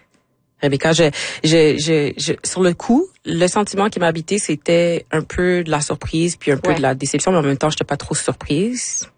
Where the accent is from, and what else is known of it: Quebec, Canada; born there